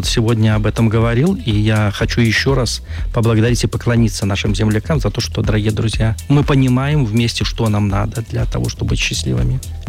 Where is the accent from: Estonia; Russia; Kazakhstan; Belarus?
Belarus; мы белорусы, которые живем традициями доброты, достойного отношения друг к другу, взаимопомощи.